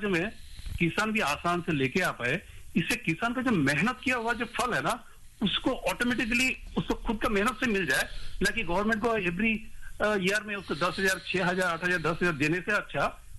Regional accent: West Bengal, India; now in Thane, India; और मेरा native place है वेस्ट बंगाल, जहाँ से सिंगूर टाटा नैनो हुआ था।

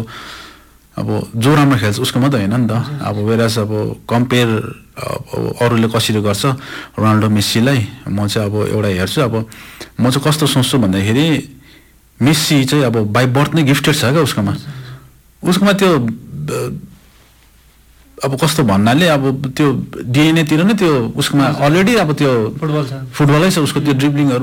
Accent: Kurseong, West Bengal, India; हाम्रो खरसाङको लागि दार्जिलिङमा मात्रै होइन हाम्रो जातिको लागि

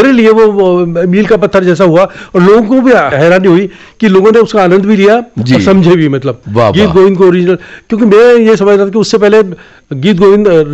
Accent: Jaipur, Rajasthan, India; जयपुर मेरे लिए पूरा खुला मंच था

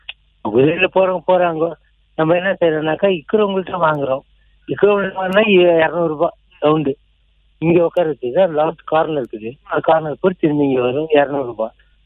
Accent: Ooty, Tamil Nadu, India; நான் வந்து இங்க காந்தல்லயே பிறந்து வளர்ந்ததுதான்.

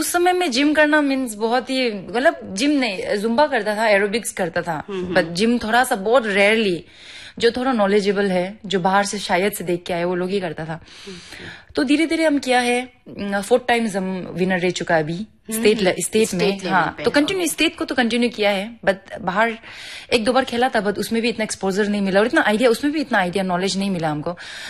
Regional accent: Naharlagun, Arunachal Pradesh, India; also born or lived in Kurung Kumey district; Born and brought up पूरा नाहरलगन में हुआ।

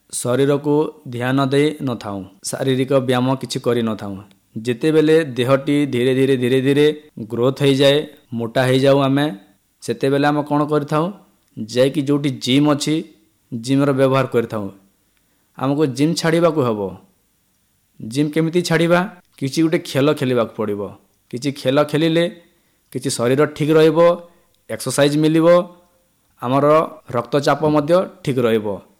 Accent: Sarian, Odisha, India; ଦେଖନ୍ତୁ, ମୁଁ ଯେଉଁ ଗାଁରୁ ଆସିଛି, ଆମ ଗାଁର ନାମ ହେଉଛି ସରିଆଁ।

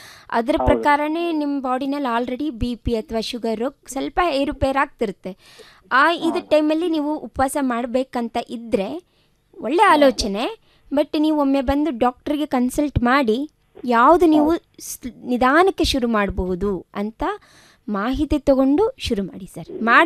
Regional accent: Karnataka, India; ನಾವು ಈ ಕಡೆ ಹುಬ್ಳಿ ಧಾರವಾಡ ಮಂದಿ

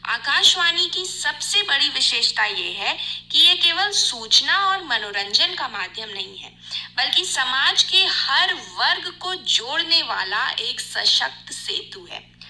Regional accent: Prayagraj, Uttar Pradesh, India; और मैं प्रयागराज से हूँ।

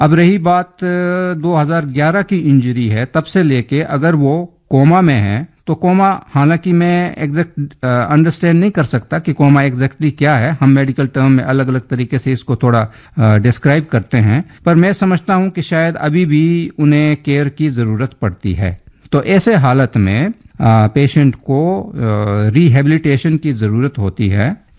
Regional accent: Himachal Pradesh, India; मैं भी पहाड़ी हूँ, मैं हिमाचल से हूँ।

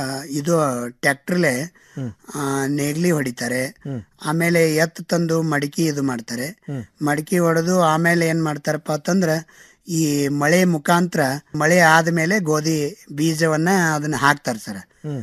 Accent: Bommanahalli, Karnataka, India; ನಂದು ವಿಜಯಪುರ ಜಿಲ್ಲೆ ಬಸವನ ಬಾಗೇವಾಡಿ ತಾಲೂಕಿನ ಬೊಮ್ಮನಹಳ್ಳಿ ಗ್ರಾಮ ಅಂತೇಳಿ.

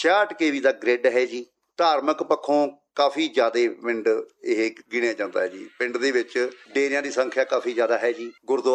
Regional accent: Kot Shamir, Punjab, India; ਤਾਂ ਇਸ ਗੱਲ ਦਾ ਸਾਨੂੰ ਥੋੜਾ ਰੰਜ ਹੈ, ਸਾਡੇ ਪਿੰਡ ਦੇ ਏਡਾ ਵੱਡਾ ਪਿੰਡ ਹੋਣ ਦੇ ਬਾਵਜੂਦ ਗਵਰਨਮੈਂਟ ਇੰਪਲਾਈ ਬਹੁਤ ਘੱਟ ਨੇ, ਤਾਂ ਸਾਡਾ ਜਿਹੜਾ ਪਿੰਡ ਹੈ ਉਹ ਜ਼ਿਆਦਾ ਖੇਤੀ ਆਧਾਰਿਤ ਹੀ ਹੈ।

